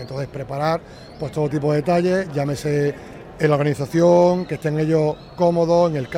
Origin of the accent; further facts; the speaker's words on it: Córdoba, Andalusia, Spain; como buen cordobés que soy, por colaborar con mi ciudad